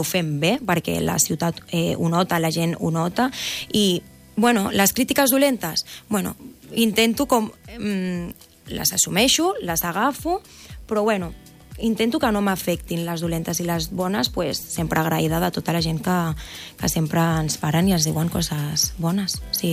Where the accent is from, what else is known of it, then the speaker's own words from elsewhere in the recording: Rubí, Catalonia, Spain; de la meva ciutat, d'on soc des de ben petitona.